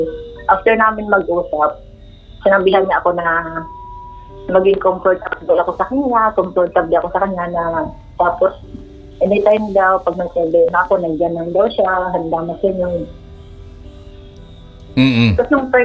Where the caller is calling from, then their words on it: Taguig, Metro Manila, Philippines; ng Taguig.